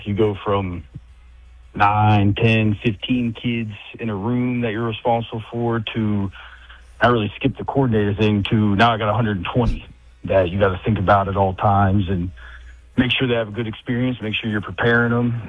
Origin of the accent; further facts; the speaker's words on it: Morgantown, West Virginia, United States; there's a bunch of guys from that I grew up with in Morgantown